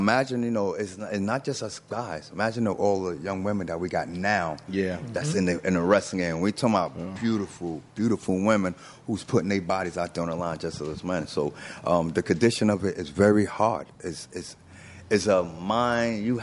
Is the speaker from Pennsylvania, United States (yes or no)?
no; New York City, New York, United States; I grew up in Queensbridge, you know, and mm-hmm. Queensbridge is one of the largest housing projects in the world.